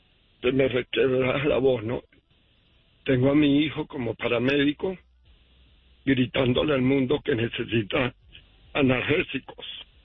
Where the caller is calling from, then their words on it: Utah, United States; Te llamo desde Utah.